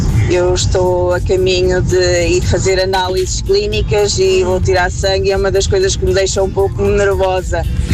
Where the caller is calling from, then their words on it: Portugal; Eu estou a falar-vos aqui em viagem em direção a Aveiro. Sou de Formoã.